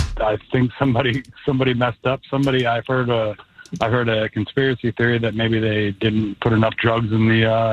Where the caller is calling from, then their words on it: Enon, Ohio, United States; from Enon, Ohio.